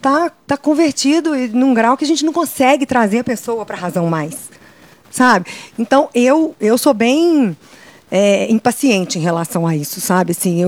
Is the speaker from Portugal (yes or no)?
no; Belo Horizonte, Minas Gerais, Brazil; Não, eu sou de BH, da capital.